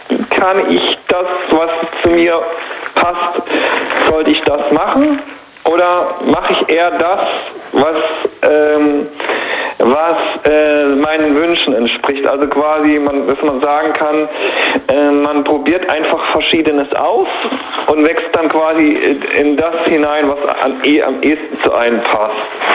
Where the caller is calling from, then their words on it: Baden-Württemberg, Germany; Ich komme aus dem Heidelberger Raum.